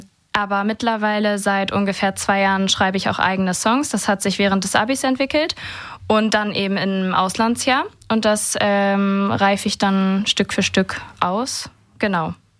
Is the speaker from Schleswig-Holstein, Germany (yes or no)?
yes; Flintbek, Schleswig-Holstein, Germany; now in Kiel, Germany; Also gebürtig, also ursprünglich aus Flintbek. Mhm. Und mittlerweile lebe ich in Kiel.